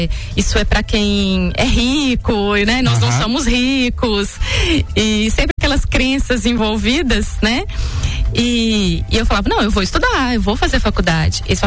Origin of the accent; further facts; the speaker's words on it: Ipatinga, Minas Gerais, Brazil; born there; Eu sou nascida em Patinga, mas eu fui pra Juiz de Fora estudar lá com 17 anos